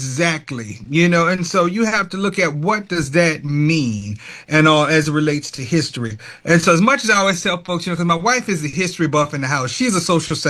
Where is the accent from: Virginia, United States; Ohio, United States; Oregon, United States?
Virginia, United States; Richmond; Being from Richmond, I grown up, born and raised in Richmond and all.